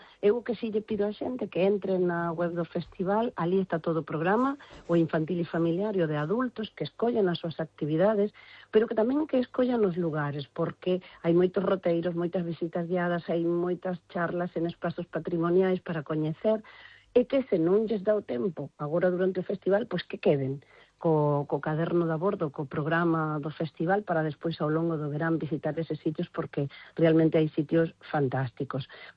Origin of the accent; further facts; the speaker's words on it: Uruguay; Galician is a second language; now in Spain; eu son de Uruguai, pero sempre atopaba que os mellores contadores, as mellores contadoras de historias eran todas de Galicia, cando eu ademais mesmo cheguei a vivir aquí